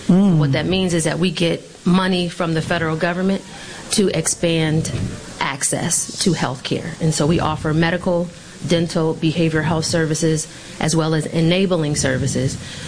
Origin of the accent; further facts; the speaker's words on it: Detroit, Michigan, United States; but I'm also a proud Detroiter, born and raised in Detroit.